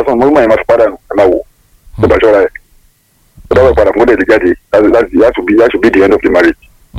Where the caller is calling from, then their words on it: Ibadan, Oyo, Nigeria; I'm calling from Akitala Road, Kotoru, Ibadan.